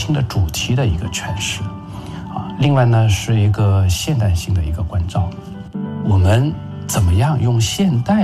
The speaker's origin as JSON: {"language": "Chinese", "country": "China", "said": "就是我们中国人的那种善良，"}